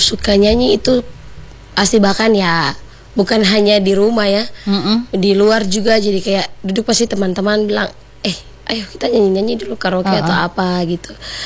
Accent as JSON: {"language": "Indonesian", "town": "Kaimana", "region": "West Papua", "country": "Indonesia", "tie": "born or raised there", "said": "Umur saya 25 tahun. Asal saya asli Kaimana, Peranakan Serui."}